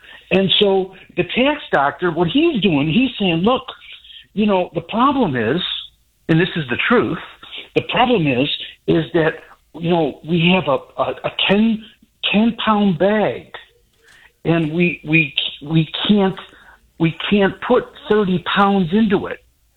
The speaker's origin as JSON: {"language": "English", "town": "Chicago", "region": "Illinois", "country": "United States", "tie": "born or raised there", "said": "I grew up in Chicago, Ken."}